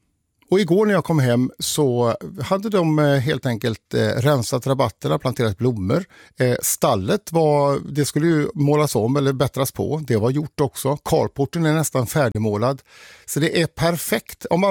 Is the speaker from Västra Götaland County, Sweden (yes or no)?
yes; Ulricehamn, Västra Götaland County, Sweden; born there; moved away as an adult; also born or lived in Uddevalla, Bohuslän; now in Västernorrland, Sweden; inte ifrån Västernorrland från början, så jag har ju lite ställen söderöver som jag gärna åker till. Västergötland, Ulricehamnstrakten, det är mina första 11 år, och sen så har vi Uddevalla, Bohuslän som var resterande ungdom.